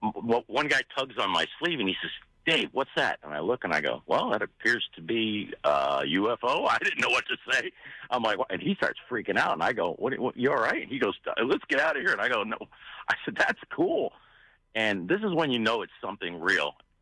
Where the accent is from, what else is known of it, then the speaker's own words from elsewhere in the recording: Sarasota, Florida, United States; I was 12 years old in like 1976, growing up in Sarasota, Florida.